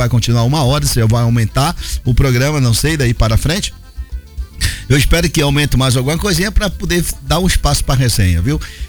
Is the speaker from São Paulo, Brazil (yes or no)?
no; Maranhão, Brazil